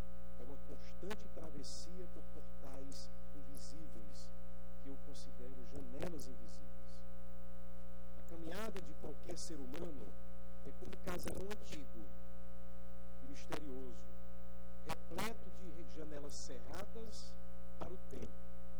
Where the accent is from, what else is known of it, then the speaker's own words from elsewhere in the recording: Araripina, Pernambuco, Brazil; born there; moved away; also born or lived in Simões, Piauí; E me transporta diretamente para Araipina, que o clima é mais ameno. E lá não é sertão, é agreste, é agreste pernambucano, no querido estado do Pernambuco, onde nasci